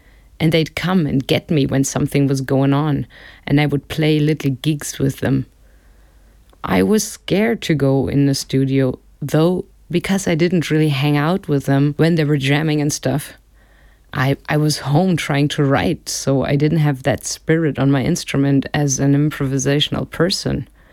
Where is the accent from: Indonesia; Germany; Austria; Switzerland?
Germany; accent: very German (in English); Entschuldigung für meinen sehr deutschen Akzent beim Englisch vorlesen.